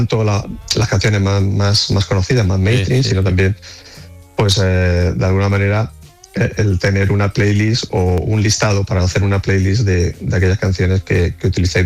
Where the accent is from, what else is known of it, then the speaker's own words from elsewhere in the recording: Pulpí, Andalusia, Spain; now in Madrid, Spain; Soy un pulpileño, un madrileño de Pulpí.